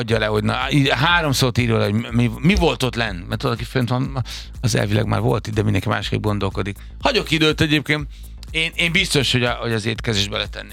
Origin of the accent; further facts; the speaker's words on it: Budapest, Hungary; ráadásul én zuglói vagyok, tehát a BVST-t kedvelem, szeretem, kedveltem és szerettem